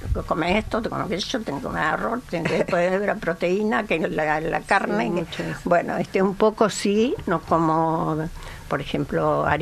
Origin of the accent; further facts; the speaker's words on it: Bahía Blanca, Buenos Aires Province, Argentina; No, yo vengo de Bahía.